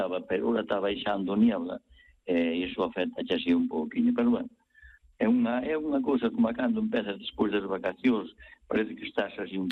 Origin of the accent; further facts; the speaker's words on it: Galicia, Spain; Entón, estou aquí enchantada, cando eu son da Oza de Sures